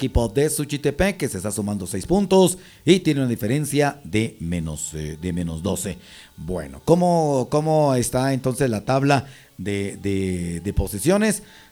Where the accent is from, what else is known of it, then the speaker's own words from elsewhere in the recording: Guatemala; yo soy puro guatemalteco y me gusta bailar el son.